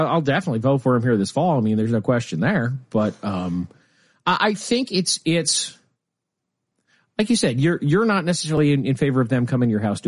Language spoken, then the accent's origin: English; Lincoln, Nebraska, United States; It's Lincoln, my hometown.